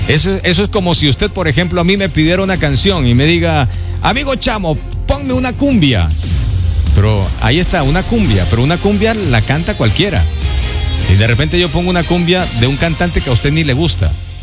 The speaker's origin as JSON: {"language": "Spanish", "country": "Peru", "said": "todos somos peruanos, todos somos peruanos"}